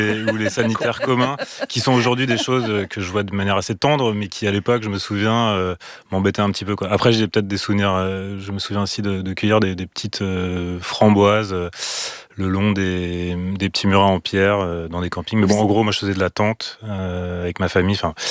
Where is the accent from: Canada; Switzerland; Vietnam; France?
France; Lyon, Auvergne-Rhône-Alpes; Moi, je suis originaire de Lyon, donc on allait un peu autour, dans la Drôme, dans les Alpes.